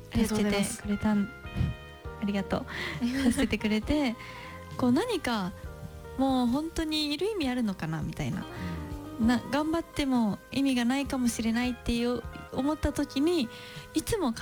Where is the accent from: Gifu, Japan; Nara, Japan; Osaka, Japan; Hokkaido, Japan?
Nara, Japan; Ikoma; moved away; 奈良県生駒市出身です